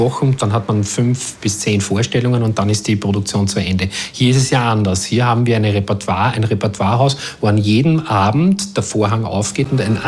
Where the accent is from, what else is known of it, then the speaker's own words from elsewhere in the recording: Vienna, Austria; Ich war Wiener Sängerknabe. Ich bin Wiener.